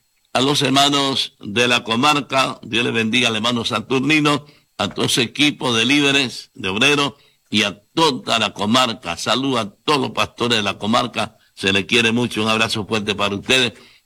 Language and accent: Spanish; Puerto Armuelles, Chiriquí, Panama; A los hermanos de Puerto Amuelles, bendición a todos allá, la gente linda de mi pueblo, de mi ciudad, Puerto Amuelles